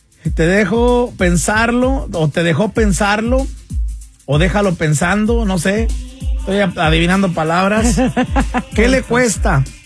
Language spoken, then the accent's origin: Spanish; San Luis Potosí, Mexico; Yo no soy de allá, yo soy de San Luis